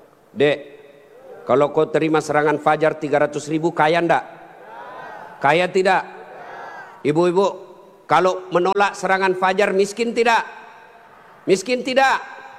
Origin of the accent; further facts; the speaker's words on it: South Sulawesi, Indonesia; Kalau kami orang Bugis tidak takut sama istri.